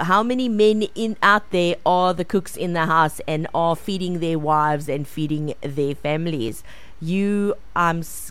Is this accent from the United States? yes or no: no; South Africa; I am truly South African that way.